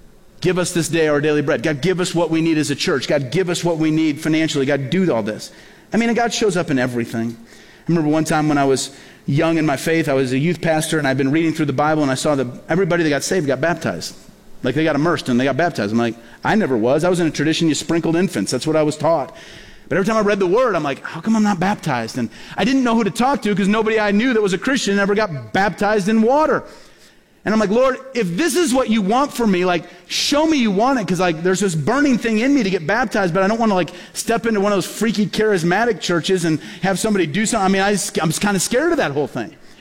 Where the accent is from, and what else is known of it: Peoria, Illinois, United States; born or raised there